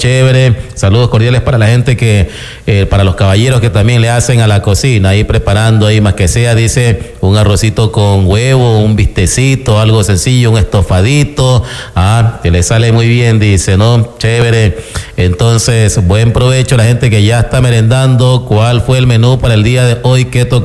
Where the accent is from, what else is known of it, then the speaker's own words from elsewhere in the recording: Ecuador; así como buenos ecuatorianos.